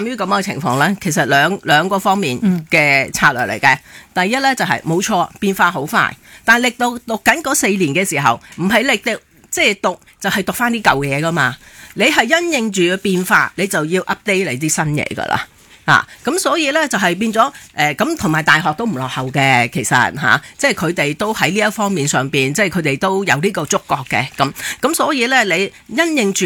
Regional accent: Hong Kong

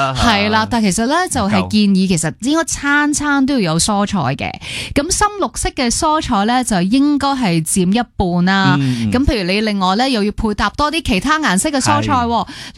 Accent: Hong Kong; 我哋香港人就可能中意食嗰啲冇渣啊，滑捋捋啊。

